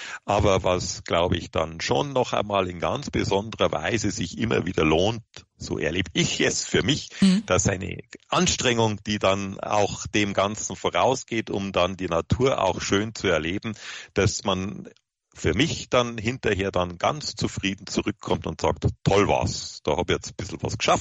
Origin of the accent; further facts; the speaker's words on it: Reit im Winkel, Bavaria, Germany; now in Munich, Germany; Ich stamme aus Reit im Winkel und dort ist man in den Bergen zu Hause